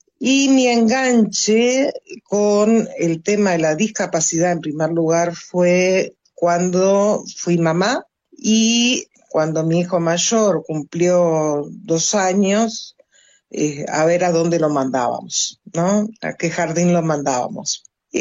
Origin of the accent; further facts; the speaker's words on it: Montevideo, Uruguay; also born or lived in Maldonado, Uruguay; en este momento estoy viviendo en Montevideo nuevamente, que es mi ciudad natal. Montevideo es una ciudad preciosa. Es la ciudad de una, yo creo que es el lugar, yo me siento bien en ella. Viví también 16 años en Maldonado por cuestiones de trabajo